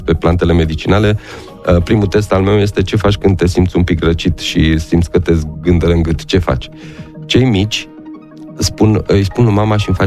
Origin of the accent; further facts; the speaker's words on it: Copăcel, Romania; Deci și eu și soția suntem din Copăcel, ne-am întors acasă, casele sunt cum sunt și tot renovăm.